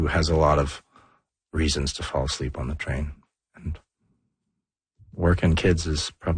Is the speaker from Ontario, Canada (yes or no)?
yes; Toronto, Ontario, Canada; I grew up in Toronto downtown. I took the subway a lot, and when I was younger especially, took the subway to high school every day